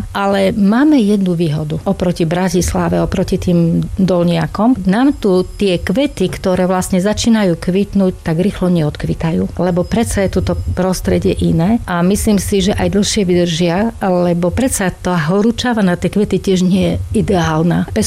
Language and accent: Slovak; Plzeň Region, Czechia; now in Stará Ľubovňa District, Slovakia; Ja pochádzam z Plzeňskej oblasti